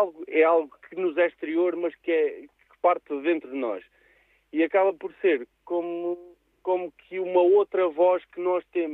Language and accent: Portuguese; Fundão, Centro, Portugal; este sítio onde eu cresci, este sítio onde fui buscar as raízes